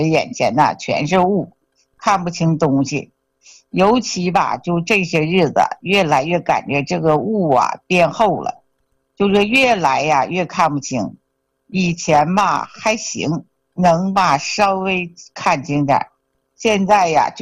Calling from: Shenyang, Liaoning, China; 我是沈阳的。

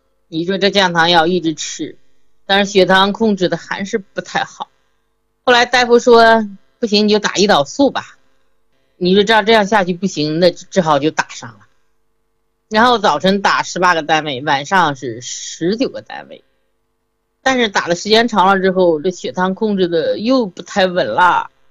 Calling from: Shijiazhuang, Hebei, China; 我是河北石家庄的，我今年呢68了

